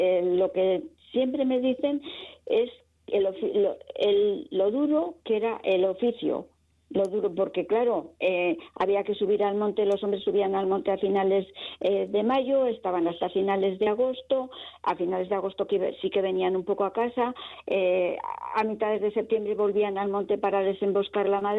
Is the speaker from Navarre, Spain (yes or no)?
yes; Burgui, Navarre, Spain; Sí, soy de Burgui, sí.